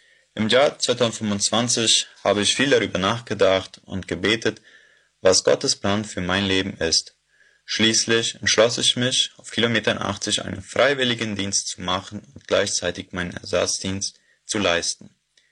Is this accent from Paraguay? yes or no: yes; Boquerón, Paraguay; ich komme aus der Kolonie Neuland